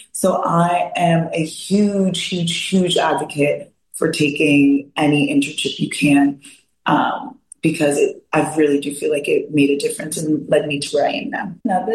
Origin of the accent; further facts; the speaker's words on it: Maryland, United States; I am originally from Maryland. My parents are Panamanian